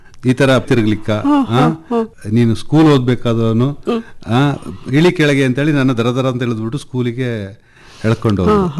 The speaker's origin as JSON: {"language": "Kannada", "town": "Koynadu", "region": "Karnataka", "country": "India", "said": "ನಮ್ಮೂರು ಕೊಯನಾಡಿನಲ್ಲಿ, ಅಲ್ಲೂ ಕೂಡ ನಾನು ಶಾಲೆ ಕಲಿತಾ ಇದ್ದೆ."}